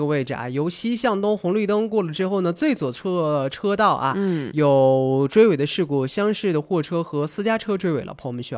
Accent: Xinjiang, China; 这些我从小在新疆长大我都没体验过。

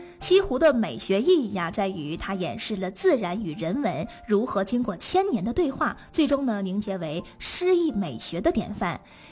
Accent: China; 我们中国人

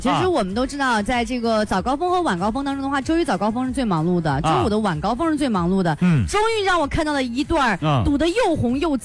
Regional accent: Linfen, Shanxi, China; accent: Linfen dialect; 跟我们临汾方言会有一点不太一样的话，

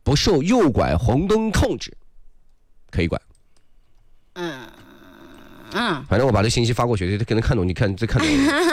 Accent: China

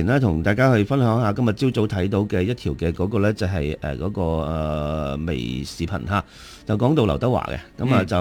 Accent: Guangdong, China; 咁我哋係廣東人，咁當然講粵語咧

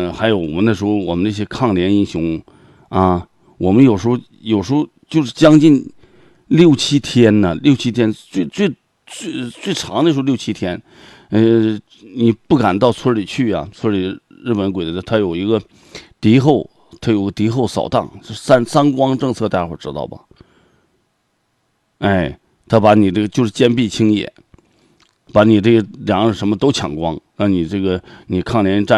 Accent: Heilongjiang, China; now in Liaoning, China

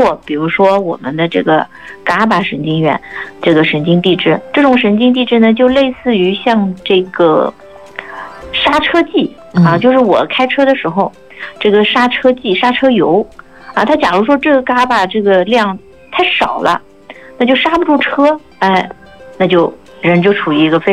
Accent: China

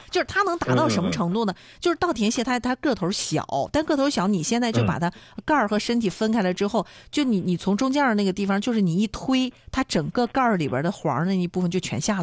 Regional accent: Liaoning, China; 不光是我们大连，我们辽宁人的中秋也不能只有月饼

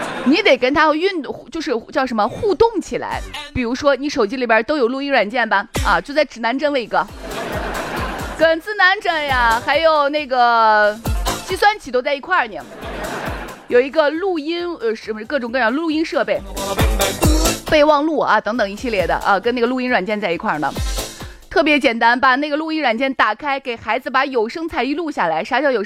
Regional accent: Shaanxi, China; 我们陕西人

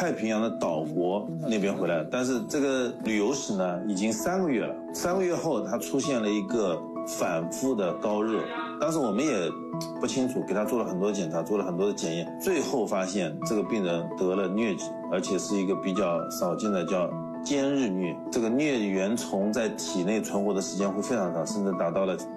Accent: China; 对于我们中国人的卫生健康引起了非常大的影响啊

